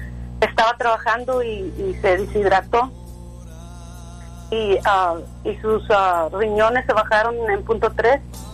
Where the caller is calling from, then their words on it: Corpus Christi, Texas, United States; Ahí en Corpus, aquí en Corpus estamos.